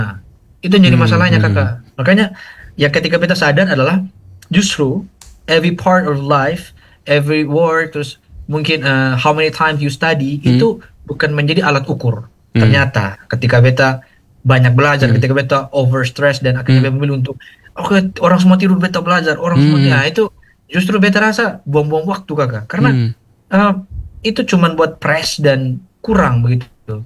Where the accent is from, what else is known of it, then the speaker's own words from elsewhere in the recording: East Nusa Tenggara, Indonesia; saya dari NTT.